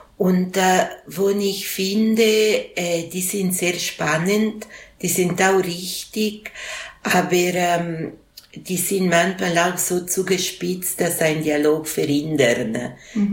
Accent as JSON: {"language": "German", "country": "Switzerland", "said": "Ich bin auch eine Schweizerin, aber nicht nur. Und dann habe ich ihm meine Geschichte erzählt."}